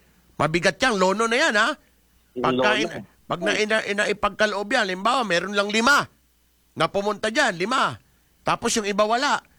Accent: Puerto Princesa, Mimaropa, Philippines; hindi naman ako taga-Bahili, 'di ba? Taga Puerto ko dito sa Santa Monica.

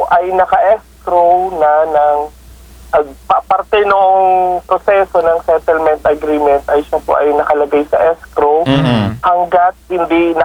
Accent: Mimaropa, Philippines; sa amin sa Marinduque

